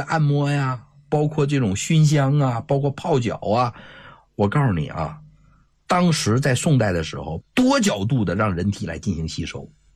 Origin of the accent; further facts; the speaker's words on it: China; 我们中国人